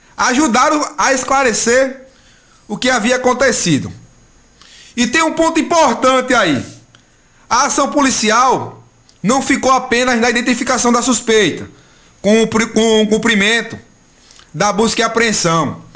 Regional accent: Brazil; esse povo aí da Vila Matias, um bairro onde eu nasci, me criei. Moro lá até hoje. Então eu tenho orgulho de morar nesse bairro muito querido mesmo

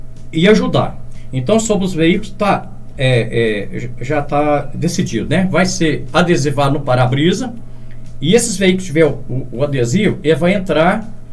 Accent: Cedro do Abaeté, Minas Gerais, Brazil; moved away; Sé do Abaeté, minha terra natal

